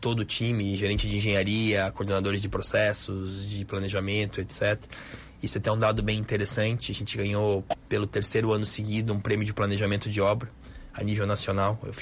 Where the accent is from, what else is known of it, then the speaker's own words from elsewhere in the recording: Joinville, Santa Catarina, Brazil; Sou joinvilense, eu moro aqui, estudei fora, mas moro aqui bastante tempo.